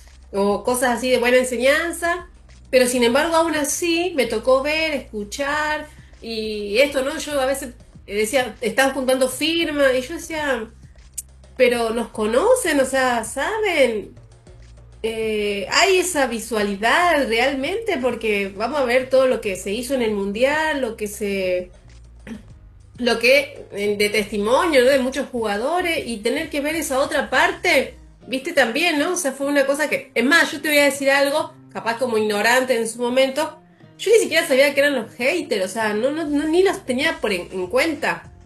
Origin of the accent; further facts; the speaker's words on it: Argentina; no solamente porque seamos argentinos, pero sí también porque somos argentinos, sí.